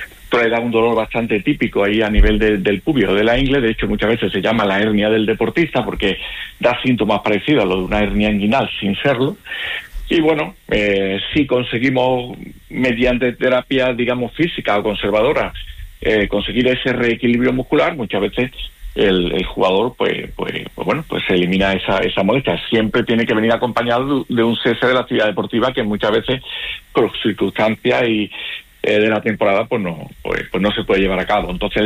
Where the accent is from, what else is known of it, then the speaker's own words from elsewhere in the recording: Paradas, Andalusia, Spain; yo no soy de Aral, soy de Paradas, pero bueno, tengo mi centro médico allí en el Aral